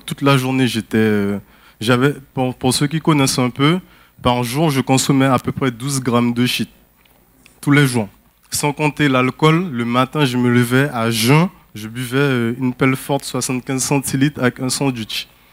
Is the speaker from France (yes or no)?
yes; French Guiana, France; born there